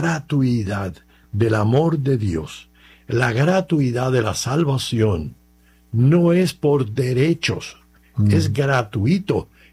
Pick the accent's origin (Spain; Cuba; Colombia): Cuba; yo que soy cubano